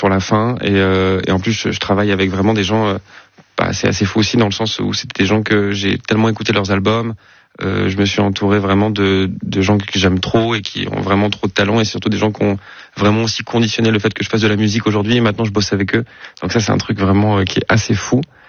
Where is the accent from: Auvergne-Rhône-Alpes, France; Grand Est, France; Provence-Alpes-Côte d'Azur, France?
Auvergne-Rhône-Alpes, France; Alpe d'Huez; moi, je suis donc de l'Alpe d'Huez